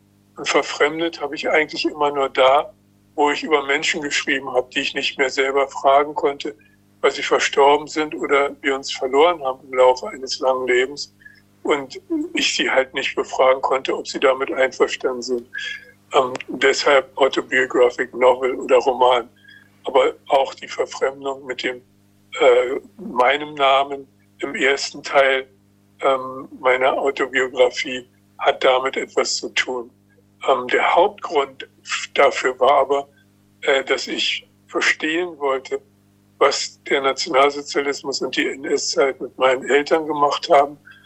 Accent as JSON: {"language": "German", "region": "Berlin", "country": "Germany", "tie": "born or raised there", "said": "Ich bin ja in West-Berlin geboren, nicht weit von der Mauer, in sogenannten sozialen Wohnungsbau, einer Neubausiedlung, gegenüber einer Flüchtlingssiedlung"}